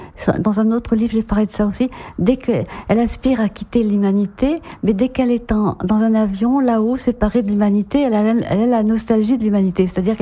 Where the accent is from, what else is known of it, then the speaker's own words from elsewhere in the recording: Brittany, France; Puis-je dire que c'est parce que je suis bretonne ?